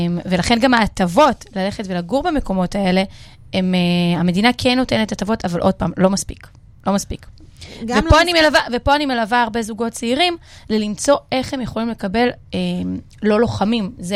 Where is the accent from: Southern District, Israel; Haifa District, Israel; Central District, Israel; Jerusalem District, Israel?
Southern District, Israel; born there; moved away; אני גרה בערבה, שזה גבול מצרים. נולדתי בערבה, אני לא גרה עכשיו בערבה.